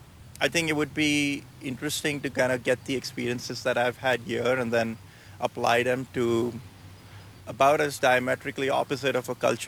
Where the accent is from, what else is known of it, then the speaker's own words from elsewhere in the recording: Mumbai, Maharashtra, India; I come from Mumbai, which is like one of the densest, busiest cities in the world.